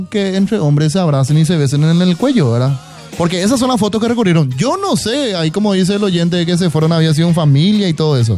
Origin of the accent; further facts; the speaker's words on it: Paraguay; A nosotros como paraguayos